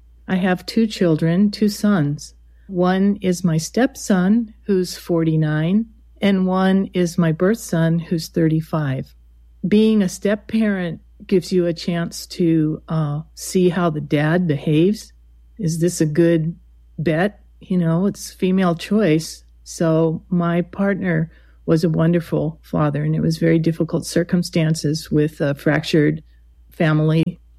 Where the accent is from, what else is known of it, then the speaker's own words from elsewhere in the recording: California, United States; and she's from Wyoming and I'm from California.